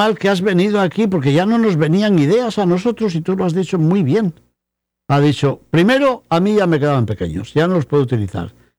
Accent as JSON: {"language": "Spanish", "country": "Spain", "moved": "yes", "said": "pedir una oración por mi tierra, porque media España está ardiendo ahora mismo."}